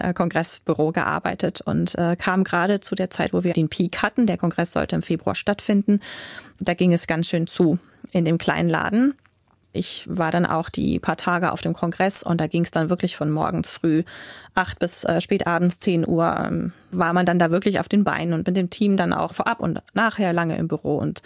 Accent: Rhineland, Germany; born there; moved away as an adult; also born or lived in Giessen, Hesse; Bin aus dem Rheinland nach Hessen gezogen.

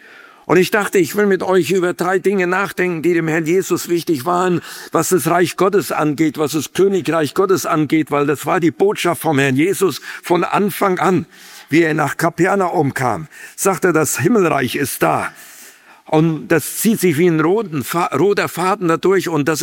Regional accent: North Rhine-Westphalia, Germany; weil ich bin im Siegerland in einem sehr unbedeutenden kleinen Ort groß geworden, in der Gemeinschaftsbewegung

